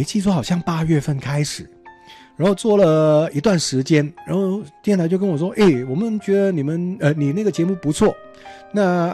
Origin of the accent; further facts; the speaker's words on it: Hong Kong; moved away as an adult; now in Taiwan; 那个人居然愿意这么信赖我这个港仔